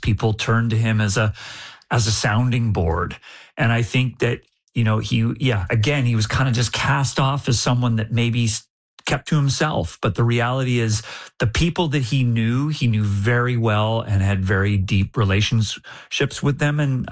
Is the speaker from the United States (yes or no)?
no; Canada; as a Canadian